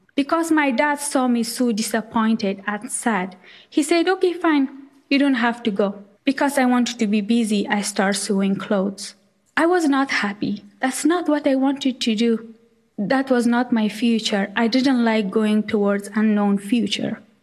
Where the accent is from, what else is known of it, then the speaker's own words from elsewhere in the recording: Afghanistan; English is a second language; now in United States; I grew up in Afghanistan, and I came to United States in 2013 with full scholarship